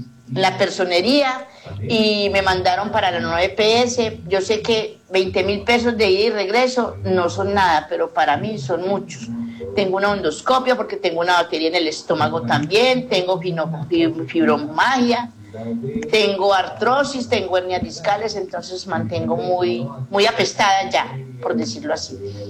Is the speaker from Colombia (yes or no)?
yes; Medellín, Antioquia, Colombia; Soy una señora de 72 años. Hace 5 meses los escucho, no soy de aquí, soy de Medellín. Vine por acá a cuidar a una señora